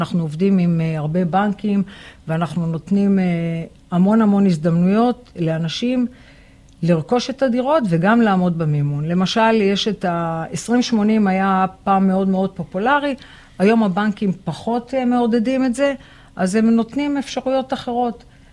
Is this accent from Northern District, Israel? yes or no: no; Haifa, Haifa District, Israel; born there; now in Netanya, Israel; אני חיפאית במקור, ואני גרה בנתניה הרבה שנים, עשרות שנים. ועדיין אני מבקרת בחיפה, ואני באמת, לא שחלילה אין לי כלום נגד חיפה, זה עיר הולדתי